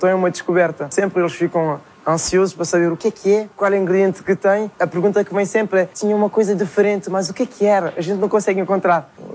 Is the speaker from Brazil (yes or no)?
no; Cape Verde; moved away; also born or lived in Portugal; Desde que saí de Cabo Verde, que cheguei em Portugal, a minha vida foi só jogar bola.